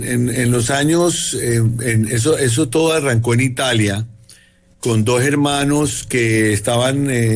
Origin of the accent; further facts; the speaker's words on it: Barranquilla, Atlántico, Colombia; yo soy de Barranquilla y nosotros le decíamos figuritas, caramelos, láminas, stickers.